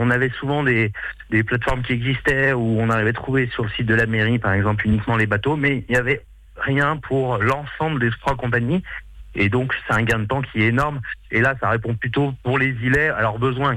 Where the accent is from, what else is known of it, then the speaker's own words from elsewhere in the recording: Lyon, Auvergne-Rhône-Alpes, France; On vient d'acheter à L'Île-Dieu il y a un an et on est lyonnais à la base.